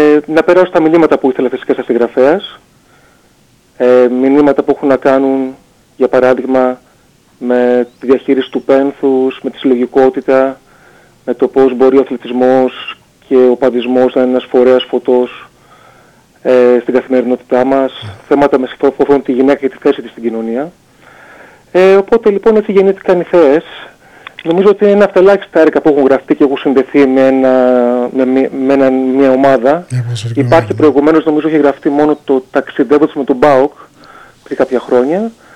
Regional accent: Heraklion, Crete, Greece; Εγώ μεγάλωσα στο Ηράκλειο, στο Μασταμπά.

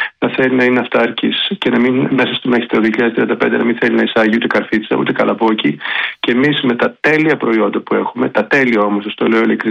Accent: Thessaloniki, Central Macedonia, Greece; Που εγώ που κατάγομαι από τη Θεσσαλονίκη, γεννήθηκε και μεγάλωσα εκεί, υπάρχει και προσωπική, έτσι.

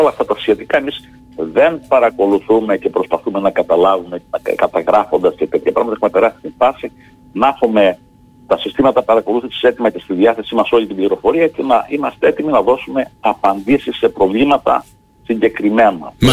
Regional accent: Greece; όλοι μας ως Έλληνες έχουμε καθήκον να υποστηρίξουμε την νησιωτικότητα και να την αναδείξουμε. Εμείς ειδικά που είμαστε νησιώτες

